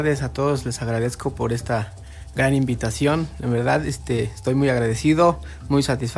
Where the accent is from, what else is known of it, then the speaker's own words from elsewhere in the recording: Mexico; vengo de la comunidad de Aguata.